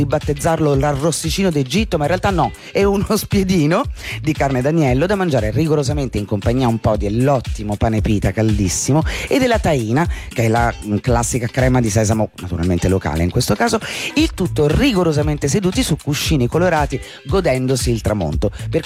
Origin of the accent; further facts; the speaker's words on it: Abruzzo, Italy